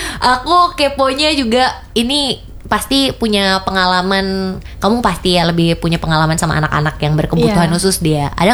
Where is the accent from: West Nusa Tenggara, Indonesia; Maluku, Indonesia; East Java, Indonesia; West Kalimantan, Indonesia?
West Nusa Tenggara, Indonesia; Gunung Sari; Aku anak Gunung Sari itu.